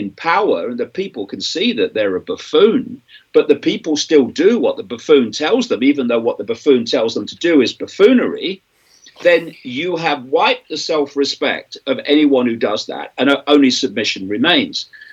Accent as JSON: {"language": "English", "region": "England", "country": "United Kingdom", "tie": "born or raised there", "said": "I was born in 1952. I was brought up in England in the 1950s, not that long after the war, really."}